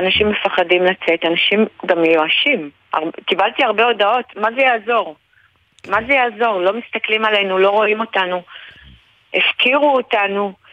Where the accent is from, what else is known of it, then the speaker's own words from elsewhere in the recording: Shlomi, Northern District, Israel; אני נולדתי בשלומי, אני גדלתי למציאות הזאת.